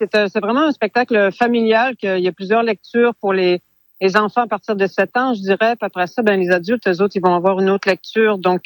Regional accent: Chicoutimi, Quebec, Canada; accent: Canadian; now in Montreal, Canada; Je suis originaire de Chicoutimi et j'habite à Montréal.

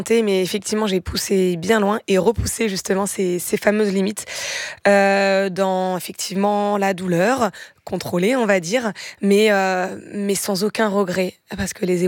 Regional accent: Normandy, France

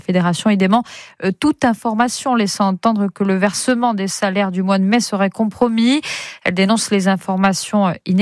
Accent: Corsica, France; Le 8 mai, jour de commémoration également de la bataille de Ponteno chez nous en Corse, l'occasion d'honorer la mémoire des Corses.

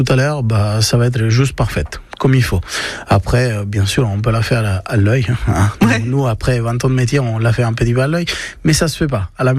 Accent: Italy; moi je suis italien

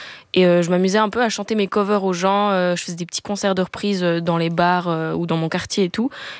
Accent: Lausanne, Vaud, Switzerland; Ouais, je suis de Lausanne, je suis en Suisse, du coup, je dis un bachelor.

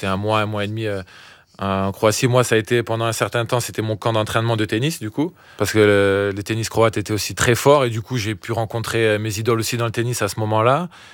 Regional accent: south of France, France; je me sens plus, entre guillemets, du Sud. J'ai grandi dans le Sud. C'est là où moi j'ai commencé vraiment à avoir mes vrais souvenirs.

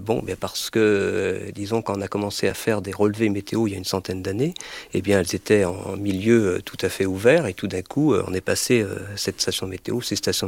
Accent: Janzé, Brittany, France; Jansé en Ille-et-Vilaine, et le temps était vraiment le problème de tous les jours pour les moissons, pour j'ai vécu tout ça dans ma jeunesse.

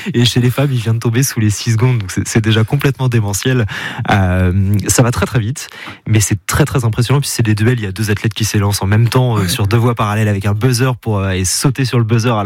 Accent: Laval, Pays de la Loire, France; ma ville natale

